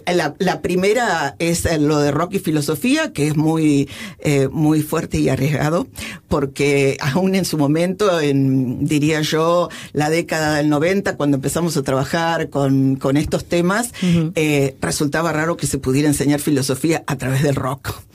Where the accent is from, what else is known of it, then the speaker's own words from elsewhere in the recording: Argentina; also born or lived in Spain; Es que soy argentina-española y bueno, se me mezclan un poco los decires de un lado y del otro.